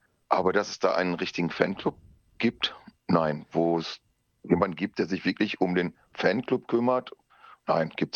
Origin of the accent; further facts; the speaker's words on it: North Rhine-Westphalia, Germany; ich bin Ruhrpott-Affe, ne? Wir kommen aus dem Ruhrpott, wir sind halt so, wie wir sind.